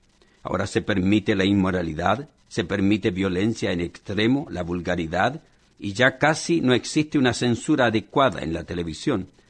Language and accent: Spanish; Chile; en mi país, en Chile